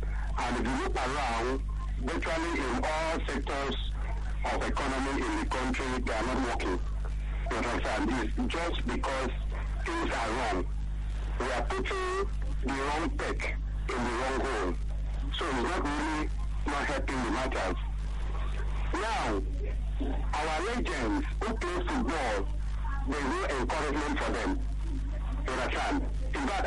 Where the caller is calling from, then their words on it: Lagos, Nigeria; I'm coming from Lagos, yeah.